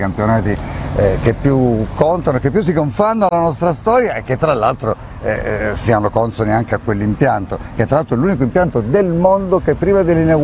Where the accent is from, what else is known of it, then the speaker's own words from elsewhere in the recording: Taranto, Apulia, Italy; Io poi da Tarantino, anche se vivo fuori, ma guardo con una grande attenzione